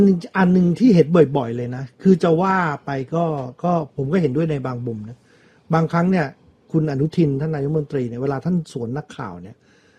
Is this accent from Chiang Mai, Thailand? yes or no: no; Bangkok, Thailand; เอาตรงๆผมไม่รู้จริงผมเด็กกรุงเทพนะ